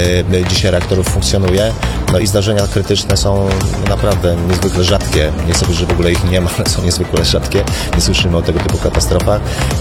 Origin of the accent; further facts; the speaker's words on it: Pomeranian Voivodeship, Poland; Przynajmniej z mojego punktu widzenia jestem Pomorzaninem. Nie urodziłem się w Gdańsku, ale jestem z Pomorza i doceniam walory tej części polskiej.